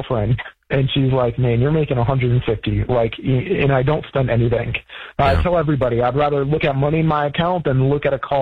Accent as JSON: {"language": "English", "region": "Arizona", "country": "United States", "said": "So I'm from Arizona, so it's a whole new ballpark for me, right? Lake boats."}